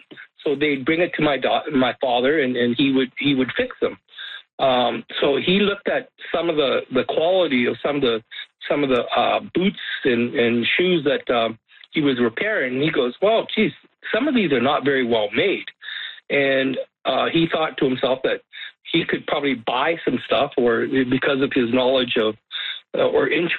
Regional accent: Red Deer, Alberta, Canada; born there

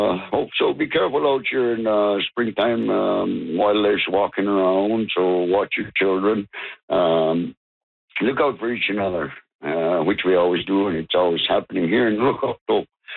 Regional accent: Ulukhaktok, Northwest Territories, Canada; I'm from Ulukukto.

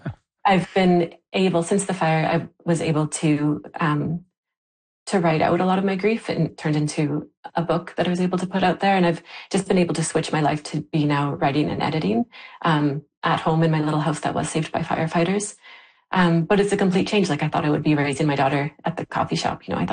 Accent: Lytton, British Columbia, Canada; I grew up in Lytton, so I knew warm weather. Lytton was Canada's hotspot

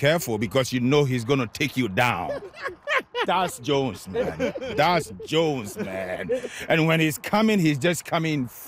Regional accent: Ghana; now in Brampton, Canada; Growing up in Ghana, this is how it started. We play anything round, like anything round you could get, because back then we don't have opportunity to get like a soccer ball, right? Our parents couldn't afford it.

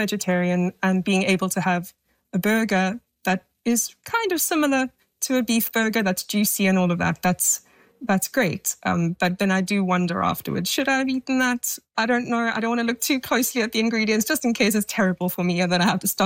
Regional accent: Port Elizabeth, Eastern Cape, South Africa; now in London, United Kingdom; I work in London, and I'm originally from South Africa, a small city called Port Elizabeth.

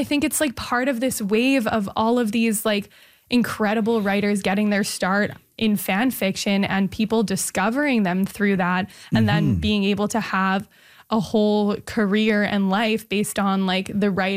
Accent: Montreal, Quebec, Canada; to my hometown.

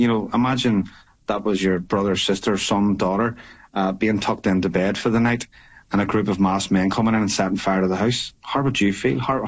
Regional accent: Belfast, Northern Ireland, United Kingdom; You know, I grew up in West Belfast, which mm-hmm. is a nationalist area.

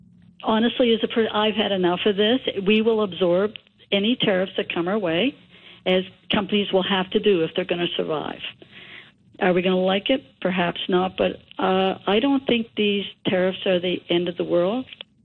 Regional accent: Canada; for me, as a Canadian

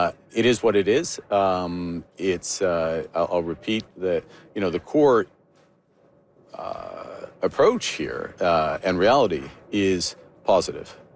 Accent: Canada; because we're Canadian, because we know we'll come together and we'll work to find a better way.

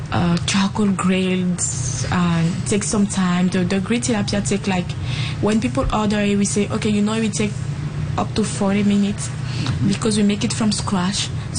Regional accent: Canada; So we are so proud to bring it to a country as Canada, because I'm also Canadian, right?

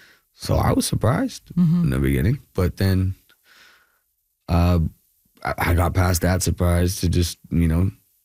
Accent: Kerala, India; moved away; also born or lived in Bangalore; So I'm from Kerala, but yeah. I actually moved to Bangalore.

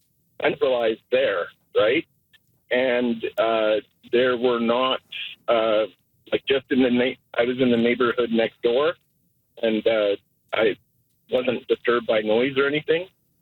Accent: Canada; moved away; almost like I'm Canadian and moved down there, and I was drafted into a parade committee

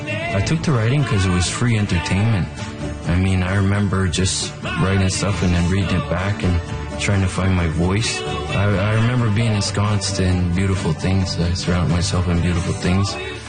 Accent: New Brunswick, Canada; now new poet, professor, singer, and I'm from Winnipeg, Etowicoke, New Brunswick. They shut it all down. Yeah, I grew up in a community, quite isolated.

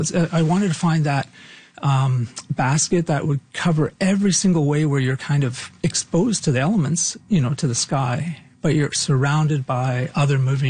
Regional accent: Toronto, Ontario, Canada; I am riffing off of a lot of things that inspired me as a kid growing up in Toronto.

